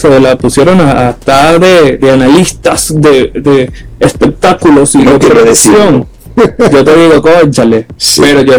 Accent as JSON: {"language": "Spanish", "country": "Venezuela", "said": "En Venezuela nosotros hemos sido los primeros que nos emocionamos cada vez que viene alguien de afuera"}